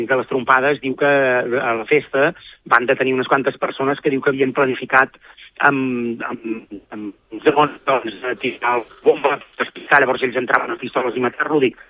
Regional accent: Catalonia, Spain; com a català del Barça

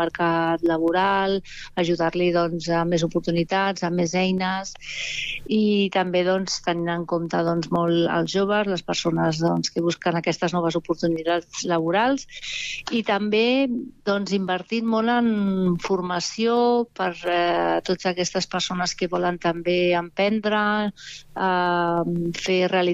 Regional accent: Mollet del Vallès, Catalonia, Spain

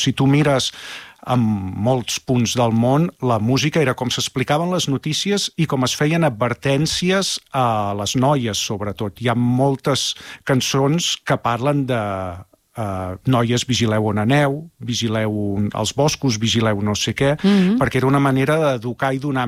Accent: Badalona, Catalonia, Spain; accent: Badalona accent; L'accent badaloní, que molta gent em diu: ai, tu deus ser o d'Osona, em diuen molt, o d'Olot, i dic, no, és l'accent de Badalona.

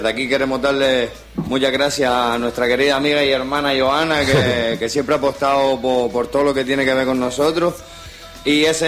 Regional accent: Canary Islands, Spain; porque como buen canario, yo soy el primero al que le gusta ir a una fiestita

